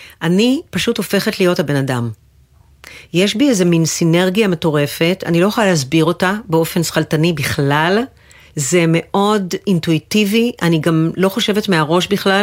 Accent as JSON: {"language": "Hebrew", "town": "Menara", "region": "Northern District", "country": "Israel", "tie": "born there", "said": "על אף שביליתי 3 שנים מחיי במנרה, נולדתי שם, דפקו לי את הראש בלינה משותפת וזהו."}